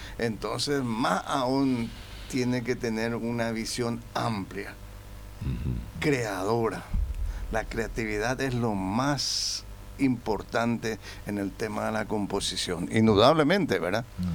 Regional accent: Asunción, Paraguay; Aquí Asunción. Asunceño

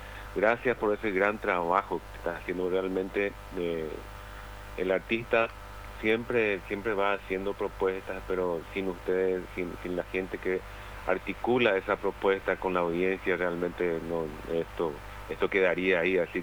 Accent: Paraguay; nosotros somos un país tan chiquito en medio de potencias, uh-huh, como Brasil, Argentina, Colombia

